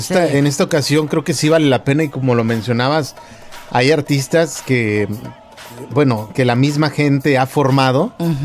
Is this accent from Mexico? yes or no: yes; Mexico